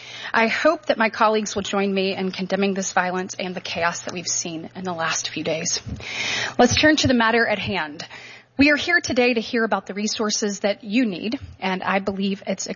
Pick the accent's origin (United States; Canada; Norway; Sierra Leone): United States; Alabama; With respect to my home state, I am very proud that Alabama is home to so many DHS equities